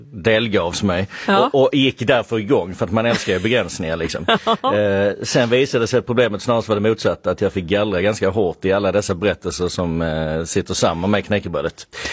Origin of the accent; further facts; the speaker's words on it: Skåne, Sweden; Jag kommer från Skåne, så det är egentligen inte knäckeland så